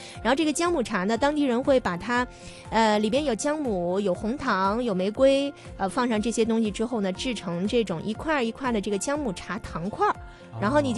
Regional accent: Jilin, China; 就是我的家乡吉林的长白山，现在也进入到了最美赏味期

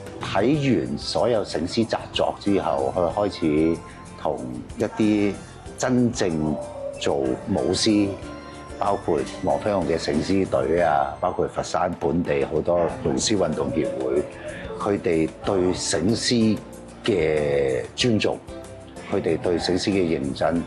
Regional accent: Hong Kong; 作為一個真係本土土生土長香港人

